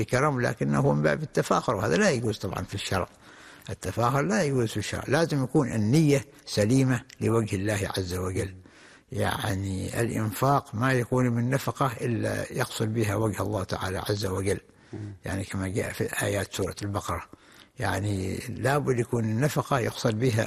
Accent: Oman; وكذلك وخاصة إحنا عندنا في عمان أو في دول منطقة الخليج

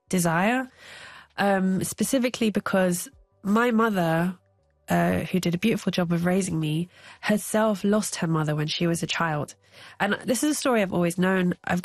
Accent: London, United Kingdom; For a long time, I grew up, as a Londoner.

